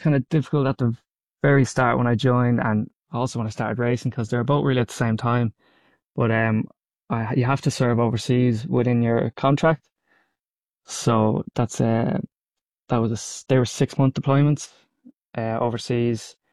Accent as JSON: {"language": "English", "country": "Ireland", "said": "I'm from Naas, County Clare in the Republic of Ireland."}